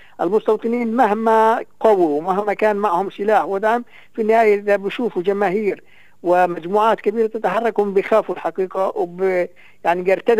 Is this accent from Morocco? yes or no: no; West Bank, Palestine; إحنا كشعب فلسطيني،